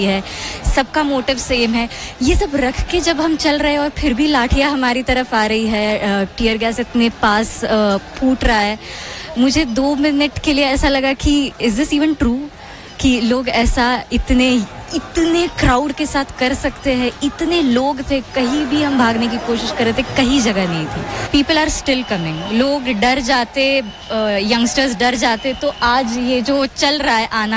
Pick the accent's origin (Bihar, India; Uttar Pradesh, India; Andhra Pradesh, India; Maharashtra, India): Maharashtra, India; Mumbai; मैं मुंबई से हूँ।